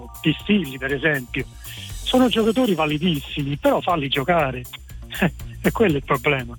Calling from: Caserta, Campania, Italy; Io sono di Caserta

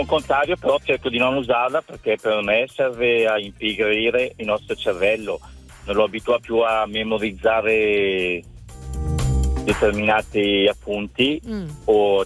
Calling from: Bergamo, Lombardy, Italy; Da Bergamo.

